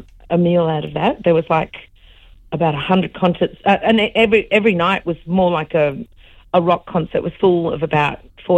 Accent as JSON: {"language": "English", "country": "Australia"}